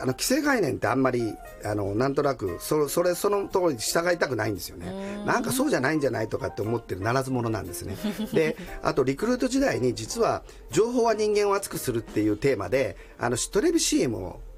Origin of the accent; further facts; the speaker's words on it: Osaka, Japan; 私は大阪で生まれ育って